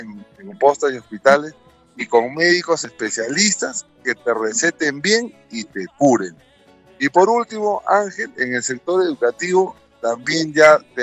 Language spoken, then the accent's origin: Spanish; Ancash, Peru; yo soy un ancashino orgulloso de mi tierra